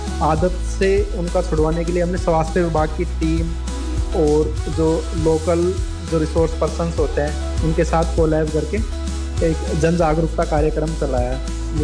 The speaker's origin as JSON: {"language": "Hindi", "town": "Purnala", "region": "Rajasthan", "country": "India", "tie": "born or raised there", "said": "और मैं अलवर जिले के राजगढ़ तहसील के एक छोटे से गांव पूर्णला का रहने वाला हूं।"}